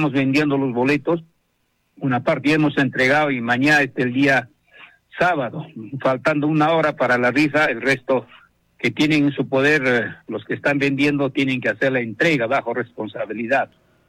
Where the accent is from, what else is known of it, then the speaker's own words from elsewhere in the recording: Peru; todos los que somos hijos de Coypapampa vamos a llevar la retama.